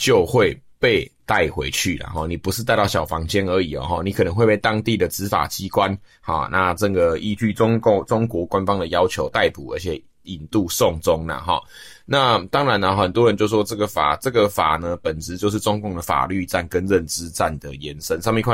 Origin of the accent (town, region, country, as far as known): Taiwan